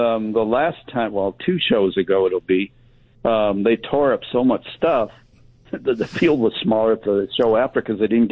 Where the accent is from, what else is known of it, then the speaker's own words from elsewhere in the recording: Michigan, United States; moved away; The racetrack I grew up at in Michigan